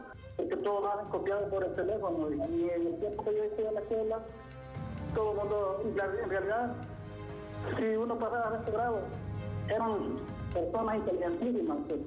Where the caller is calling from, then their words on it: El Triunfo, Choluteca, Honduras; Yo vivo en Triunfo, en una aldea de Triunfo, no había colegio en Triunfo.